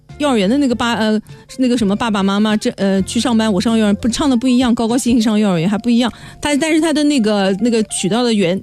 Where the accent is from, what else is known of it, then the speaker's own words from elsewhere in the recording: Shanghai, China; 我们上海话讲女女